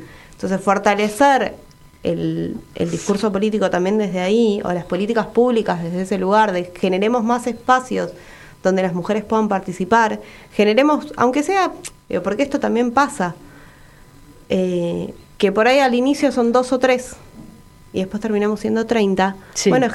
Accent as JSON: {"language": "Spanish", "town": "Almirante Brown", "region": "Buenos Aires Province", "country": "Argentina", "said": "yo soy de Brown."}